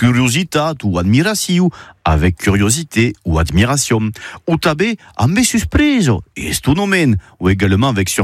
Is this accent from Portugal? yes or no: no; Occitanie, France